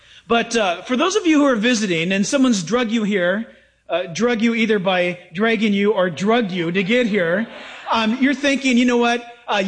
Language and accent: English; San Diego, California, United States; also born or lived in Orange County; growing up in San Diego and then in Orange County, I used to get so excited when it was time for my mom to go to the grocery store.